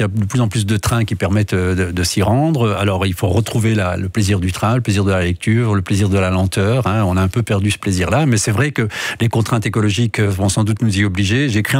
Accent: Rome, Lazio, Italy; Voilà, je suis originaire en fait de Rome.

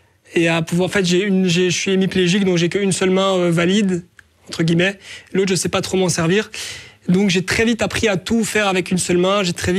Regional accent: Ixelles, Brussels, Belgium; born there; je suis né à Ixelles il y a 32 ans maintenant.

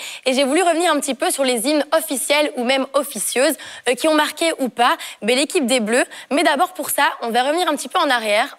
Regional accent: Belgium; en tant que Belge

